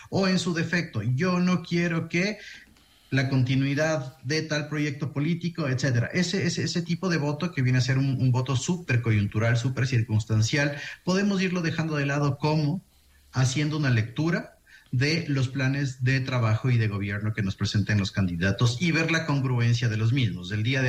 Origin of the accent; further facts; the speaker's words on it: Ecuador; como ecuatorianos creo que estamos en un momento en el cual tenemos una polarización inducida